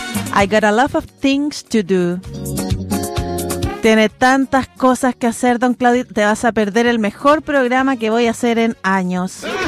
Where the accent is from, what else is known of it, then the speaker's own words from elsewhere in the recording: Antofagasta, Chile; now in Valdivia, Chile; Hoy Antofagasta. Saludos a la gente de allá, de donde vengo yo.